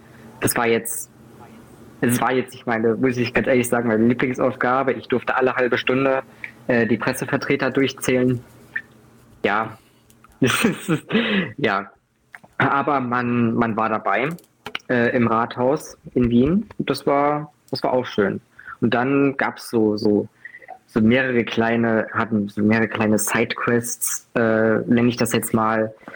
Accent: Heyerode, Thuringia, Germany; moved away as an adult; now in Leipzig, Germany; Ich bin 21 Jahre alt und ich komme aus Heirode. Das ist ganz in der Nähe von Eschwege, also noch in Thüringen. Ich wohne aktuell in Leipzig

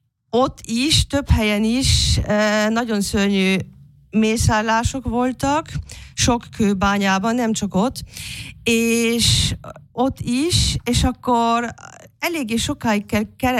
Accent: Austria; Hungarian is a second language; Sajnos akcentusom van, az biztos mindenki hallja, de az így fog maradni, mert én Ausztriában nőttem föl, és a szüleimmel beszéltem magyarul.

